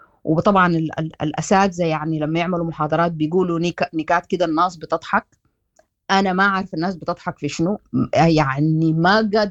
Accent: Sudan; moved away as an adult; now in Netherlands; والمجتمع عموما يعني هنا عندهم زي عندنا في السودان

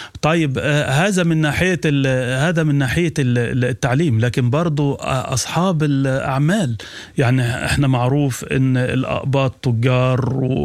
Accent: Sudan; دون تفريق، دون تفريق، أنت سوداني وأنا سوداني ونحن في محنة

